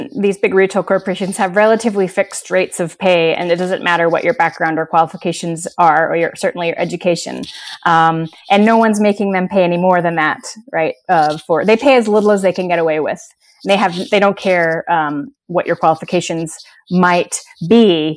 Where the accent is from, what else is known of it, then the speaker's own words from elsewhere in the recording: Utah, United States; also born or lived in New York City; I moved back to my home state of Utah, got a job in a supermarket.